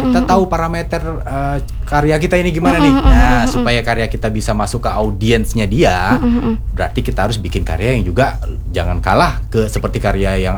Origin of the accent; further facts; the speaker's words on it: Riau Islands, Indonesia; kita nih orang Kepulauan Riau atau orang Melayu